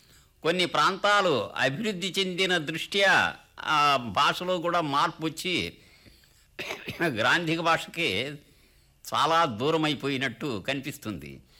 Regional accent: Anantapur district, Andhra Pradesh, India; accent: Rayalaseema (Anantapur district dialect); పెనుకొండ తాలూకా మాది, మాది రొద్దం వైపు, రొద్దం మండలం. రొద్దం మండలంలో మాట్లాడే మాండలికమే నేను రాసేది.

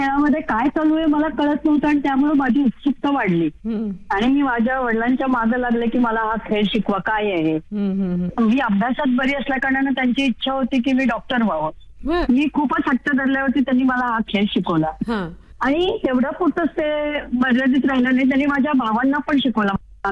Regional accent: Sangli, Maharashtra, India; मी मुळची सांगलीची बर का, वातावरण पण होतं, कारण आमच्याकडे एक नूतन बुद्धिबळ मंडळ म्हणून जे आहे संस्था आहे ती वर्षानुवर्ष स्पर्धा घेत होती.

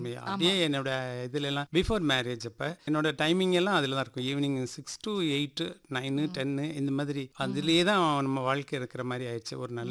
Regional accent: Tamil Nadu, India; என்னோட சொந்த ஊர் வந்து தாலக்கரை நல்லிக்குண்டன் பாளையம் பொள்ளாச்சி வட்டாங்க மேடம். என்னோட படிப்பெல்லாம் டி காளிப்பாளையம்னு ஒரு வில்லேஜ், அங்கே என்னுடைய 10th வரைக்கும் அங்கே இருந்தேன், SSLC அங்கே முடித்தேன்.

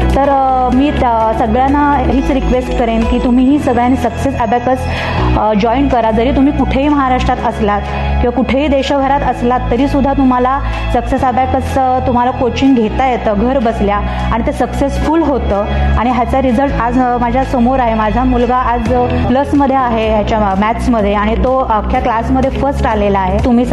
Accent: Pune, Maharashtra, India; हे साताऱ्याचे असल्यामुळे आणि आम्ही पुण्याचे, तर हे कसं साध्य होणार?

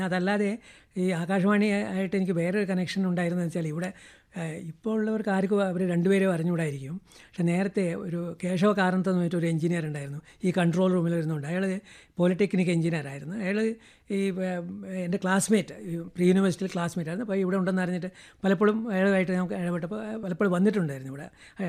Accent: Kerala, India; ഞാൻ ജനിച്ചതും വളർന്നതും പിന്നെ അതിനുശേഷം ജോലി ചെയ്തതും ഇപ്പോൾ പെൻഷൻ വാങ്ങുന്നതും എല്ലതും ഫുൾ കേരള സ്റ്റേറ്റിൽ തന്നെയാണ്.

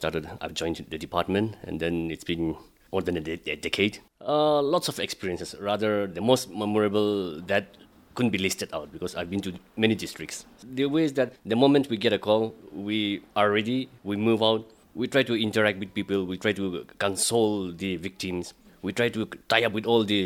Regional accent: Nagaland, India; I'm coming from Kohima Kusama Village.

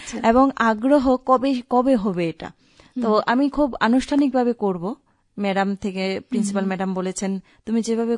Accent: Udaipur, Tripura, India; আমার বাড়ি উদয়পুর খিলপাড়াতে

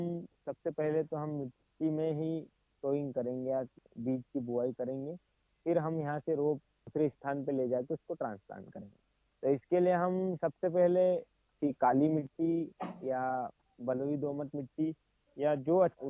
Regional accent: Madhya Pradesh, India; हमारे निमाड़ में या हमारे जिले में

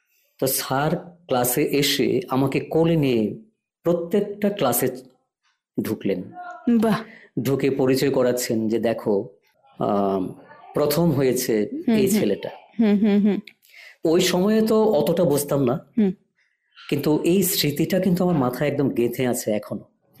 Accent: Agartala, Tripura, India; আমার জন্ম আগরতলাতেই। ছোটবেলা তো স্বাভাবিকভাবেই আগরতলাতেই কেটেছে, এখনো কাটছে, এত যে বয়স হয়েছে।

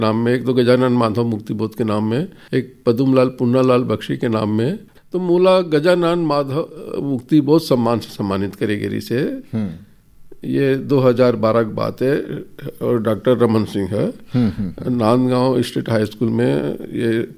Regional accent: Chhattisgarh, India; मोर कहना यह है कि देखो जी हम छत्तीसगढ़िया आदमी और छत्तीसगढ़ी में लिंग की बड़ा प्रॉब्लम होते

